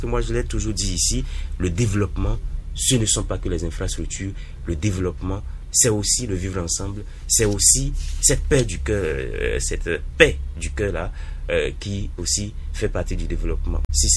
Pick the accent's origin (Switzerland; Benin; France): Benin; je suis un Béninois